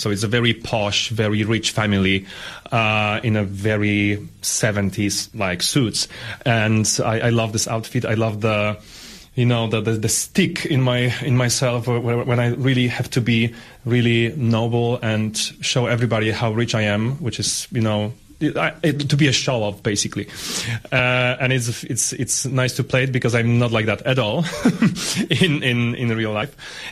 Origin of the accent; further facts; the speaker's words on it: Poland; I'm a baritone from Poland.